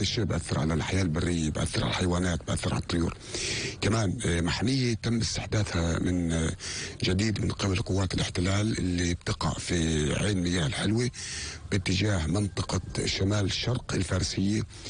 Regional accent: Tubas Governorate, Palestine; عندنا في طوباس والمحيط وغوار الشمالية

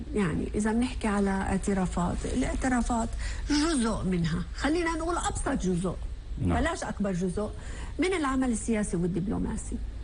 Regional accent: Palestine; لو إحنا شعب فلسطيني

